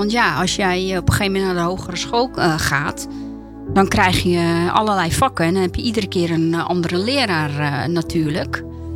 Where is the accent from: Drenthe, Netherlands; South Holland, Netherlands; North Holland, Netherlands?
North Holland, Netherlands; Amsterdam; accent: Amsterdam; je hoort het nog wel een beetje dat ik uit Amsterdam